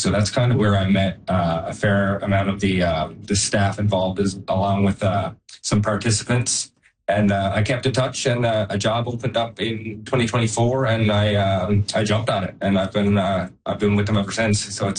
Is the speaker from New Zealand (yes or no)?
no; Springdale, Newfoundland and Labrador, Canada; also born or lived in Halifax; Yeah, so I grew up in Springdale, Newfoundland. I've been kind of buzzing around the island and as well as Halifax over the past dozen years.